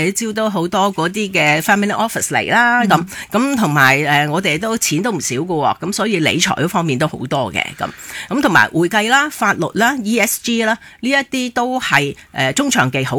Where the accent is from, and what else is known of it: Hong Kong